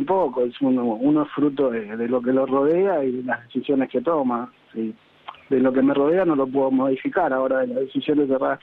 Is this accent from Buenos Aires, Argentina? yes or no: yes; Buenos Aires, Argentina; Nací y crecí en Capital, toda porteña.